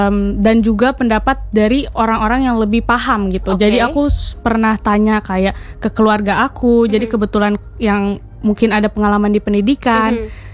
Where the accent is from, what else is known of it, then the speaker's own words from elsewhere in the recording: Kendari, Southeast Sulawesi, Indonesia; aku tumbuh dan besar di Kendari, Sulawesi Tenggara